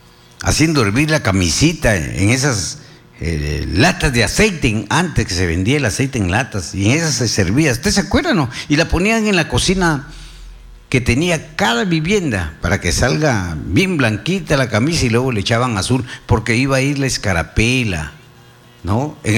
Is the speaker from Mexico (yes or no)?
no; Peru; a veces hasta me da vergüenza decir que soy peruano?